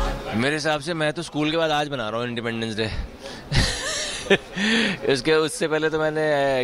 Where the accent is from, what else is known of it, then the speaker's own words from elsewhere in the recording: Delhi, India; now in Mumbai, India; मैं दिल्ली से हूँ तो जब हम छोटे थे तो 15 अगस्त को वहाँ बहुत पतंग उड़ती है, काइट फ्लाइंग होती है